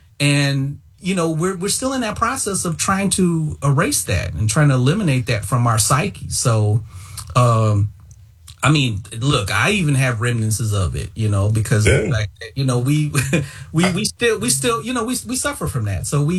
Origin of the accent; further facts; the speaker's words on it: United States; I am an American because of the fact that, you know, my ancestors was brought here through slave boats.